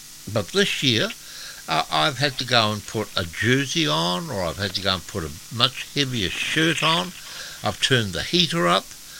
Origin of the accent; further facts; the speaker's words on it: South Island, New Zealand; moved away; I was brought up in the South Island